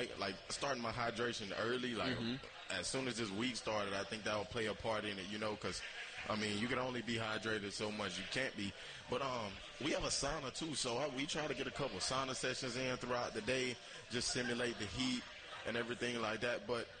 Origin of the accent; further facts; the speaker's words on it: Louisiana, United States; I'm from Louisiana.